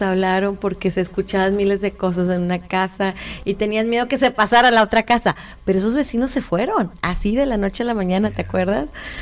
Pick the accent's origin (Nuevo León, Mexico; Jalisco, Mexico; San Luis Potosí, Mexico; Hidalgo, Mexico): Nuevo León, Mexico; Monterrey; Regia, así como mexicana.